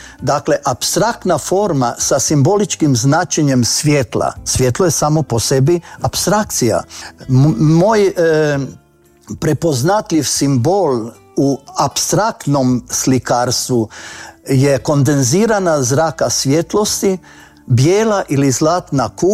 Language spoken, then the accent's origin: Croatian; Croatia; a budući da sam rodom iz Novog Kvirja, tada je se gradila crkva, 70. godine